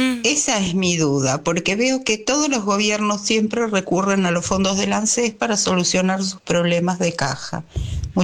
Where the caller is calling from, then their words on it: Buenos Aires, Argentina; de Caballito.